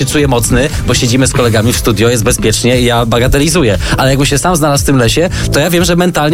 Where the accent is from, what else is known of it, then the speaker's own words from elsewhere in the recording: Kędzierzyn-Koźle, Opole Voivodeship, Poland; U mnie w Kędzierzynie